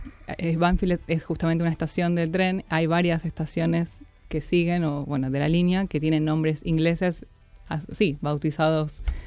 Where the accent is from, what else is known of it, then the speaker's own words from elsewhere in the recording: Banfield, Buenos Aires Province, Argentina; moved away as an adult; also born or lived in Manchester / London / York; now in Barcelona, Spain; me fui de Banfield, me fui hace más tiempo, después fui a la capital, a Buenos Aires, pero en el 2019 con mi marido nos fuimos a Inglaterra. Estuvimos en Manchester, Londres y York, y después Barcelona.